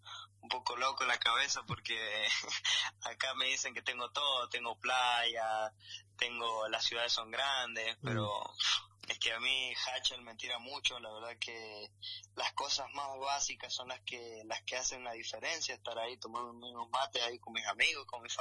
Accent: Jáchal, San Juan, Argentina; moved away as an adult; Yo siempre tengo presente mis orígenes, siempre donde voy soy el hachallero, así que es más, muchos me dicen, pero vos sos de San Juan, sí, le digo soy de San Juan, pero yo soy de Hachal, así que acá me conocen como el hachallero

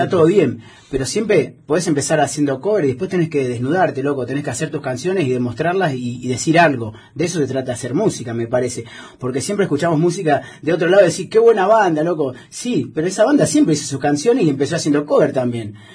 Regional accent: Esquel, Chubut, Argentina; also born or lived in Buenos Aires; Yo nací en Buenos Aires, me crié acá en Esquel

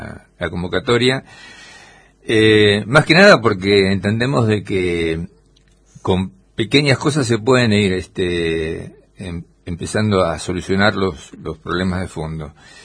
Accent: Esquel, Chubut, Argentina; Nosotros somos de Esquel

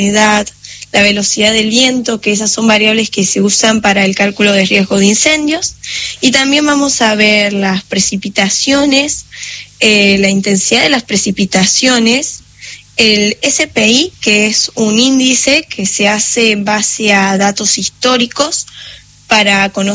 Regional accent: Villa Carlos Paz, Córdoba, Argentina; yo soy de Carlos Paz y vivo muy cerca de lo que sería la ruta Córdoba. Uh-huh. Entonces, veo muy, muy de cerca los incendios forestales desde que soy muy chiquita.

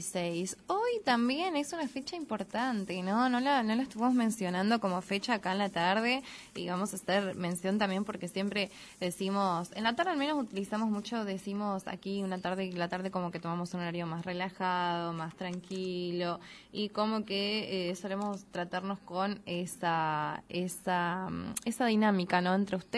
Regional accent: Argentina; nos atraviesa como pueblo, como argentinos

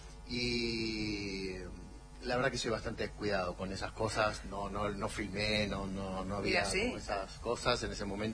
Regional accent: Gálvez, Santa Fe, Argentina; Sí, básicamente soy de Gálvez, sí.

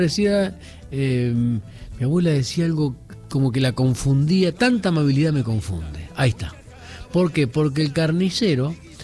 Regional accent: Argentina; Somos los argentinos desconfiados.

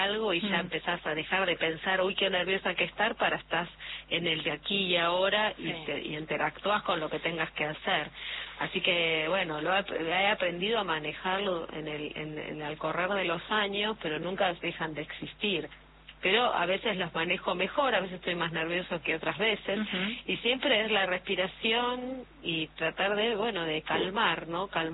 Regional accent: Buenos Aires, Argentina; Yo soy de Barracas.

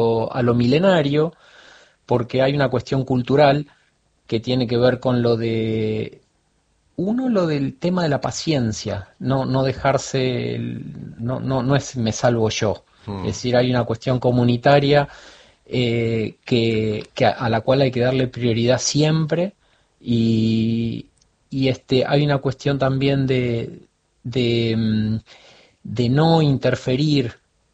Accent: Buenos Aires, Argentina; born or raised there; also born or lived in United States / France

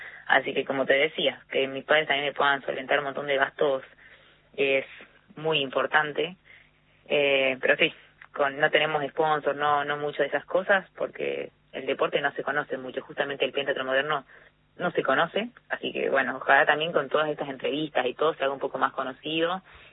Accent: Salta, Argentina; Yo soy de Capital.

